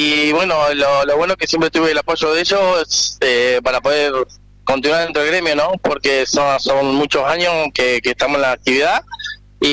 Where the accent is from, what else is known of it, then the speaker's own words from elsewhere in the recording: Villa Regina, Río Negro, Argentina; yo soy de Villa Regina.